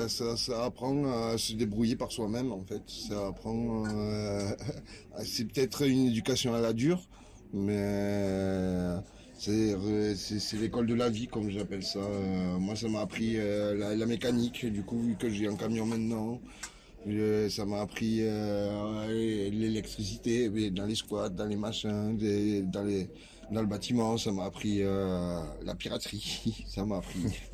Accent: Belgium; now in France; Comme moi, je suis belge, enfin, je suis d'origine belge, je retourne là-bas

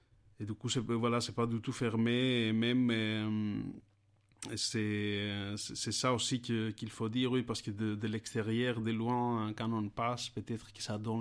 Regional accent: Kavala, Eastern Macedonia and Thrace, Greece; moved away; près de ma ville natale, la Kavala

